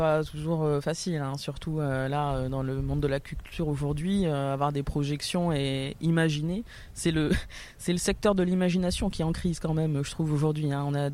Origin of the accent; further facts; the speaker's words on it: Lille, Hauts-de-France, France; là où je vis à Lille depuis toujours.